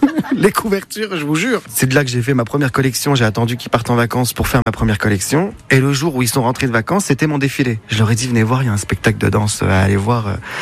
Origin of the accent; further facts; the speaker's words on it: Lebanon; French is a second language; now in France; Je suis né au Liban et ma vie elle était au Liban